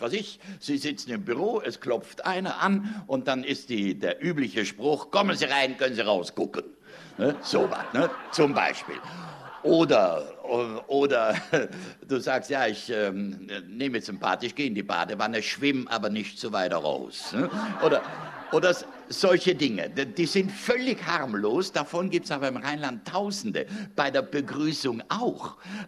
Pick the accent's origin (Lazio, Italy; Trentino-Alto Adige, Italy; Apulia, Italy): Trentino-Alto Adige, Italy